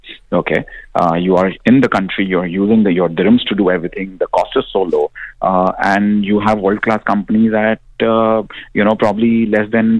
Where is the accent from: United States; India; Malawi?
India; Mumbai, Maharashtra; Like I come from Mumbai